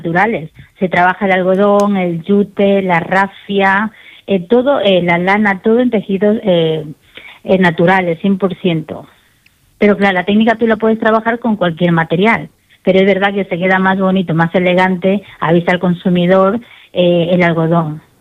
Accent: Ecuador; moved away as an adult; now in Murcia, Spain; yo soy de Ecuador, yo nací allí y cuando era pequeña, pues mi madre esa técnica la hacía mucho. Entonces yo tenía un poco de conocimiento y luego cuando vine aquí a España, hace 20 años

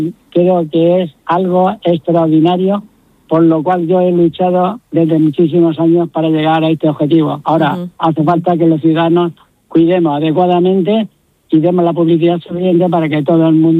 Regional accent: Cieza, Region of Murcia, Spain; hacer un poco de publicidad de mi pueblo, como siempre voy haciendo con la bandera de Cieza

